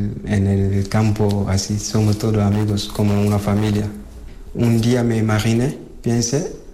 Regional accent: Mali; Spanish is a second language; moved away; soy de Mali. Yo tengo 18 años.

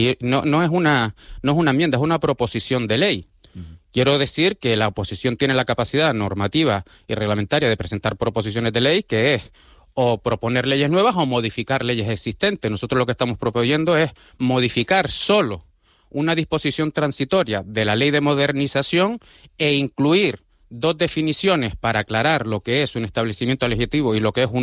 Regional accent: Maspalomas, Canary Islands, Spain; yo, que soy nacido, criado y educado en Maspalomas, en zona turística

